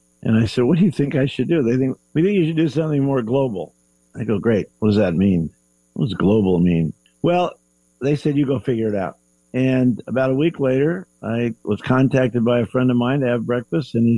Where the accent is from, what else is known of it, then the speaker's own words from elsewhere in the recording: Pacific Northwest, United States; born there; So I was born in the Pacific Northwest.